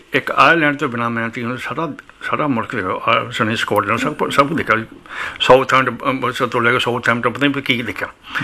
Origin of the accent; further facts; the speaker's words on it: Punjab, India; moved away as an adult; also born or lived in Chandigarh; now in Jalandhar, India; ਮੈਨੂੰ ਮੇਰੀ ਜਿਹੜੇ 35 ਸਾਲ ਪਹਿਲੇ ਬੀਤੇ ਪਿੰਡ 'ਚ